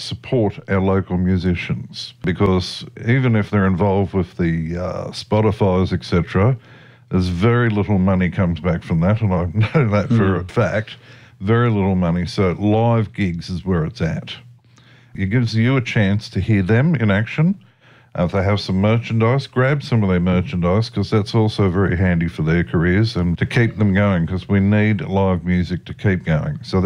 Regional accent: Sydney, New South Wales, Australia; I mean, obviously I'm older than you, and I came from Sydney initially.

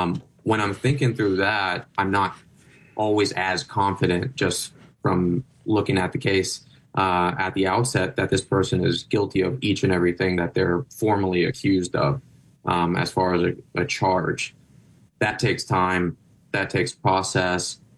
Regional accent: Phoenix, Arizona, United States; the environment I grew up in South Phoenix

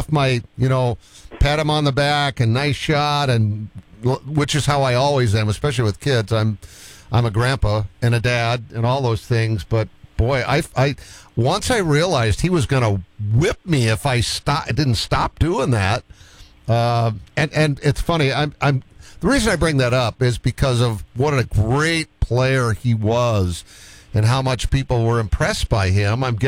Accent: East Coast, United States; moved away; I grew up on the East Coast

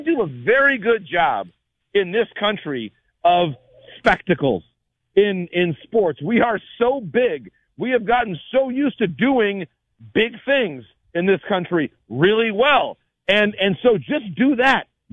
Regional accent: United States; American soccer people who are also American baseball people and American sports people

